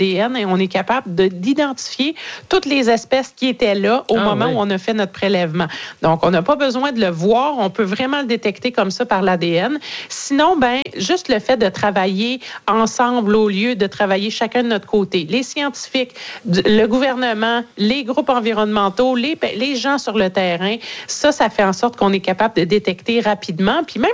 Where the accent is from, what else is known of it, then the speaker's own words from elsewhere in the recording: Magdalen Islands, Quebec, Canada; chez nous, en Gaspésie, aux îles de la Madeleine